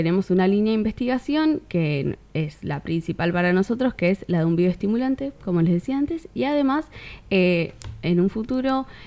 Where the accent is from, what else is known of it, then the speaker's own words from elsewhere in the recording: Río Gallegos, Santa Cruz, Argentina; moved away as an adult; also born or lived in Córdoba / Spain / Australia; yo soy de acá, de Río Gallegos.